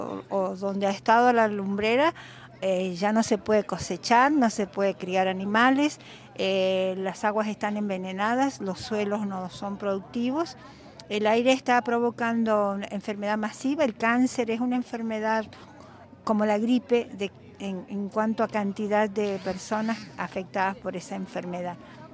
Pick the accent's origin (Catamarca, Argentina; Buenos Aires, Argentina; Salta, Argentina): Catamarca, Argentina; vengo de Catamarca.